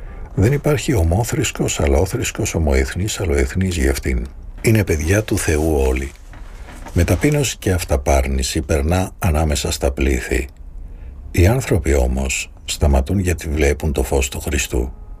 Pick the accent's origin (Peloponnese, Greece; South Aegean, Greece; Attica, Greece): Peloponnese, Greece; Kalamata; στον κόσμο που ζω, στην πόλη μου την Καλαμάτα, τα προβλήματα πάνε και έρχονται.